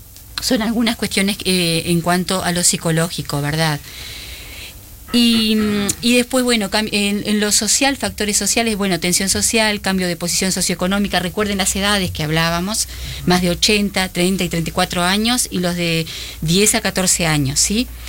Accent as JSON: {"language": "Spanish", "country": "Uruguay", "said": "Nosotros como uruguayos"}